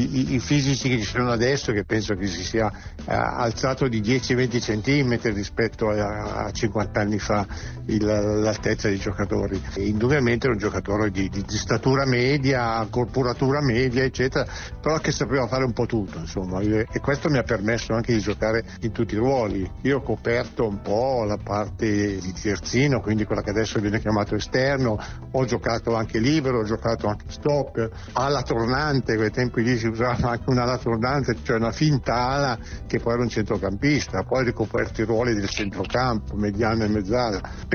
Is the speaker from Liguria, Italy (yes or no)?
no; Magenta, Lombardy, Italy; Io tifavo per l'Inter, io sono di Magenta, vicino Milano